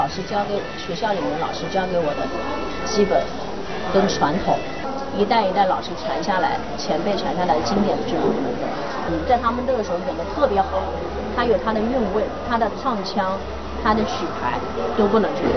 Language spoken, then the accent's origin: Chinese; Zhejiang, China; 我们浙江人好像就是有一个特点，是不是什么都敢去尝试？